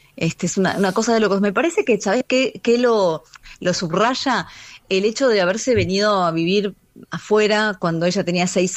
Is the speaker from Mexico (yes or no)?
no; Argentina; moved away; yo cuando me fui de Argentina, en Argentina me fue siempre genial